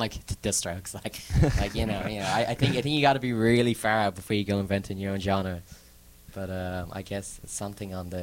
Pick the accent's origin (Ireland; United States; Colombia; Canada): Ireland; born there; I was raised to be in Ireland, I guess. I was raised to stay put.